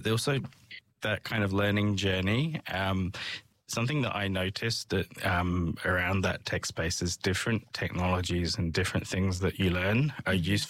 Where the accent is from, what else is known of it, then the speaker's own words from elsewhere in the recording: England, United Kingdom; also born or lived in Edinburgh; I was brought up in England. So mm-hmm. I went to King Edward's School in Southampton, mm-hmm. Did my GCSEs and my A-levels, and then went on to Edinburgh.